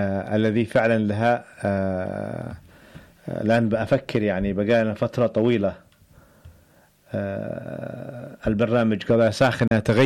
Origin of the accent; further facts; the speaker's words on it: Yemen; أنا أتكلم كيمني